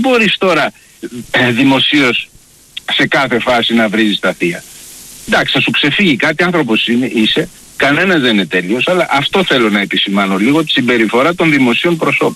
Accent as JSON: {"language": "Greek", "town": "Nea Filadelfeia", "region": "Attica", "country": "Greece", "said": "από την Νέα Φιλαδέλφια"}